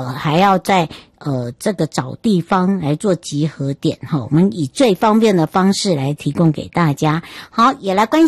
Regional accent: Yuli, Hualien County, Taiwan; 那整个活动呢是10月18号在玉里，那么在这个我的家乡齁，来正式启动。

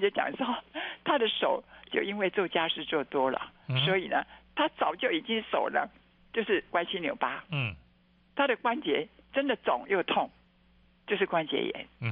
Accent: Taiwan; 好棒，身为台湾人，我好光荣哦。

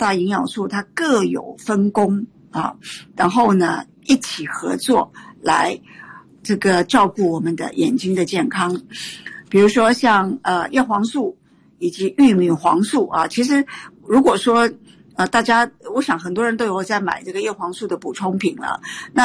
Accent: Taiwan; 我们在台湾，我们台湾人啊，很糟糕的啊，从小很多人就四眼田鸡，而且近视率非常高啊。

